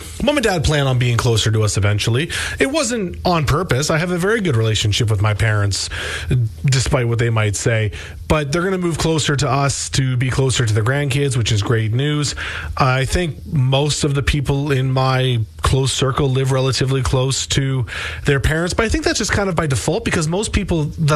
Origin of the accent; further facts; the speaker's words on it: Tottenham, Ontario, Canada; moved away as an adult; now in Grey County, Canada; I grew up in Tottenham, that are still in the Tottenham area. I was one of the few that left and moved up to Gray County because I needed a home, and I could afford it in Gray County, and it's far away from the city